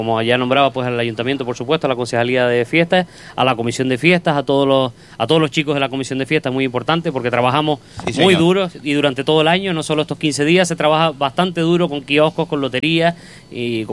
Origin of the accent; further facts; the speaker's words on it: Spain; soy del Puertito.